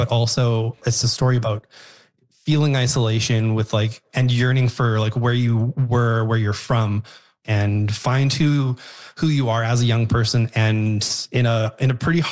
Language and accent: English; Alberta, Canada; Honestly, I grew up outside of Edmonton and came to Edmonton sort of in my mid-20s.